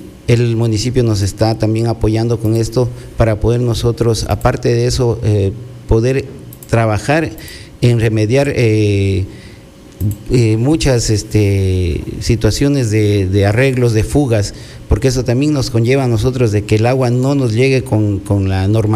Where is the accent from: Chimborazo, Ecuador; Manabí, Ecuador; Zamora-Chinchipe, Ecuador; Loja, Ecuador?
Zamora-Chinchipe, Ecuador; Zamora; somos zamoranos, nos conocemos todos aquí.